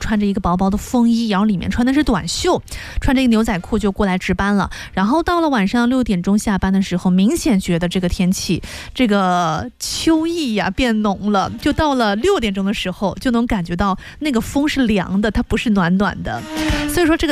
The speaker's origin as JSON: {"language": "Chinese", "town": "Yangzhou", "region": "Jiangsu", "country": "China", "tie": "born or raised there", "moved": "as an adult", "lives_now": "Lianyungang, China", "said": "我记得刚来连云港的那几年，因为怎么说呢，扬州的天气啊，就是我老家那边的天气"}